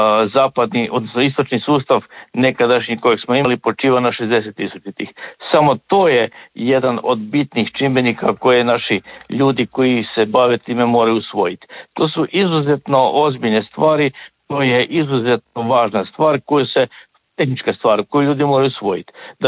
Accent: Zagreb, City of Zagreb, Croatia; Ukrajinski dron je pao i kod nas u Zagrebu.

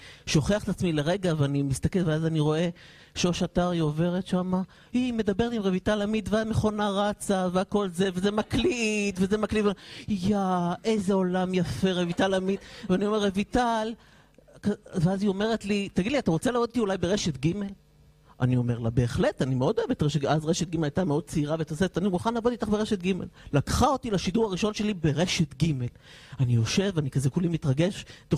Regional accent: Haifa, Haifa District, Israel; אני בחור חיפאי אגב, שמגיע מחיפה, אין לי כזה רקע להיות בתרבות או משהו כזה, אני פשוט כזה פרובינציאל.

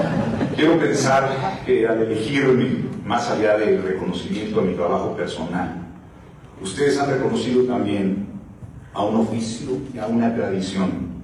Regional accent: Mexico; todos los mexicanos que trabajamos en las artes visuales

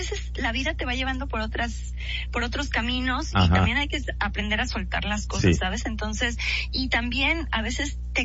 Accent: Mexico; moved away as an adult; also born or lived in Guadalajara; now in Madrid, Spain; soy un amante de mi país, soy orgullosamente mexicana

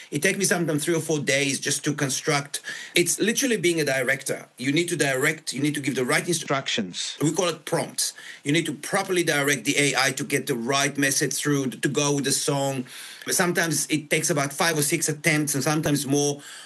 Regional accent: Yad Mordechai, Southern District, Israel; English is a second language; I remembered something when I was growing up in Kibbutz Yad Mordechai.

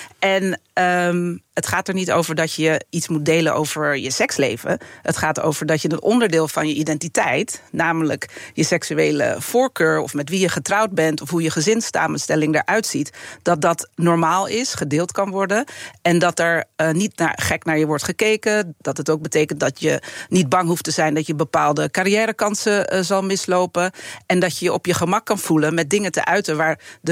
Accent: Haarlem, North Holland, Netherlands

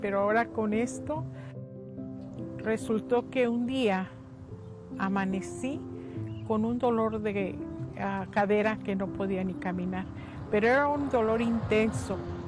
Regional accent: Mexico City, Mexico; Yo soy de la Ciudad de México.

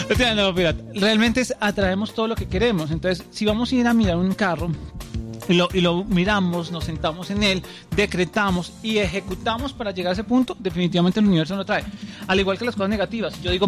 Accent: Colombia; O sea, realmente somos los colombianos que adoptamos esa situación y realmente es un país de la suerte.

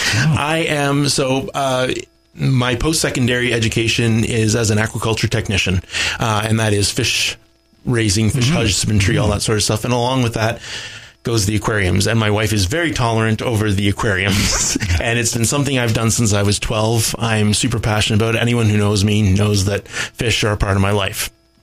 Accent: Bancroft, Ontario, Canada; also born or lived in Toronto; now in Cardiff, Canada; I was born and raised in Bancroft, Ontario. I was born at the Bancroft Hospital, and my parents had a cattle farm near Maynooth, which is north of town. I left small town

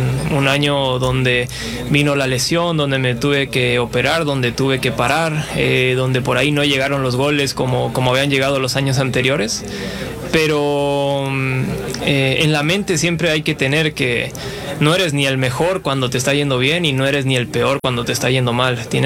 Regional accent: Mexico; A ver, somos mexicanos, somos familia, y yo quiero lo mejor para él.

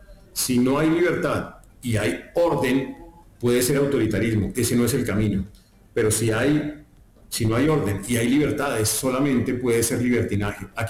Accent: Colombia; los colombianos estamos cansados

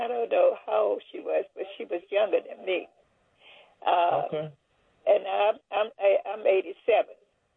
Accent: Washington, District of Columbia, United States; we've been in Washington, D.C. all our lives. And I'm 80.

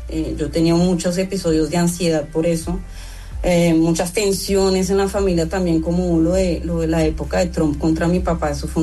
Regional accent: Colombia; moved away

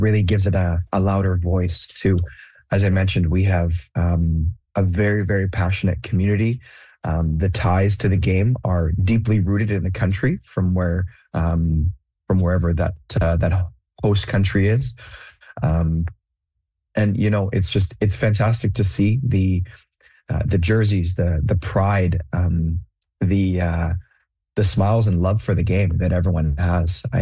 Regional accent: Canada; My background is English. However, I was born and raised in Canada.

